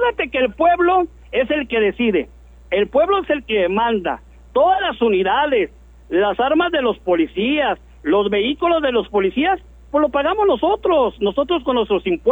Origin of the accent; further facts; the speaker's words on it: Ciudad Juárez, Chihuahua, Mexico; Aquí estaré representando a mi tierra, como es Ciudad Juárez, la mejor frontera de Ciudad Juárez